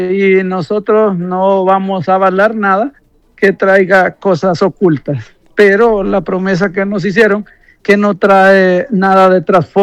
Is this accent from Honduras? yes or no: yes; Honduras; para nosotros como pueblo hondureño